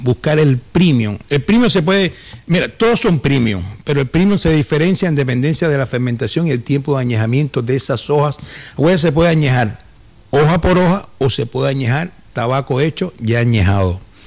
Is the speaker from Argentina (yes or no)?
no; Cuba; siempre yo por lo menos como buen cubano voy a un buen habano.